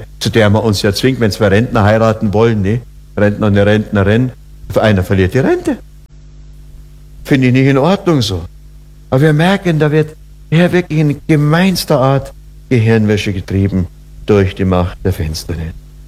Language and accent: German; Oberammergau, Bavaria, Germany; ich bin auf dem Dorf aufgewachsen in Oberammergau.